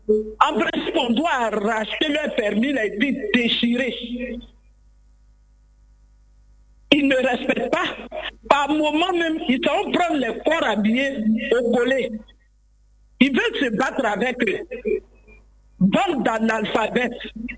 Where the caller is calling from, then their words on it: Abidjan, Côte d’Ivoire; J'appelle de Cocody à Toban.